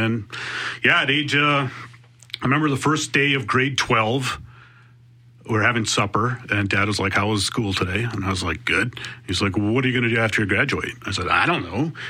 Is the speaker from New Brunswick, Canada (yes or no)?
no; Altona, Manitoba, Canada; Yep, born and raised 1976 in Altona. And at first we lived on a sheep farm just outside of town when I was a very little baby.